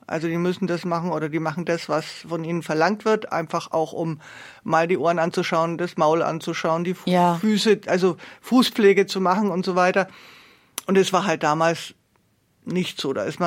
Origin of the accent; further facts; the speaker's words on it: Nuremberg, Bavaria, Germany; born there; Nürnberg ist halt meine Geburtsstadt